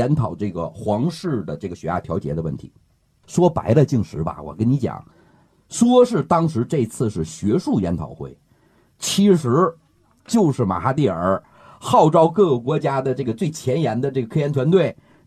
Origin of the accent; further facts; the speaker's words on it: China; 我一个中国人得到国外才知道